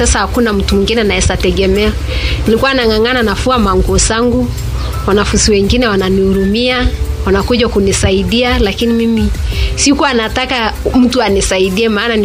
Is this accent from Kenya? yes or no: yes; Samburu County, Kenya; nimetoka Samburu County.